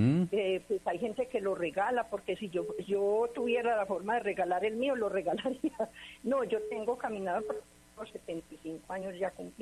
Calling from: Colombia; Pues yo vivo por acá en una finca, cerquita al Vergel.

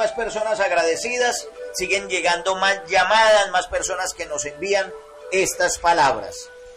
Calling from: Chocó, Colombia; soy de aquí de la Italia Chocó

